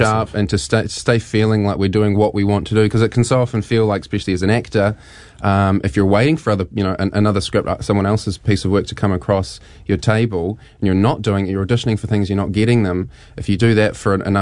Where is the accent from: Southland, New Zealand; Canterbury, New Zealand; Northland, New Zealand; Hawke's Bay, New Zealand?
Canterbury, New Zealand; Christchurch; moved away; I grew up in Christchurch as well